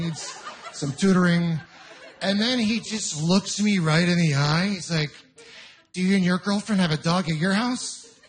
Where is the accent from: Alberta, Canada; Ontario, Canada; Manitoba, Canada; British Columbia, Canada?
Ontario, Canada; I'm originally from Ontario.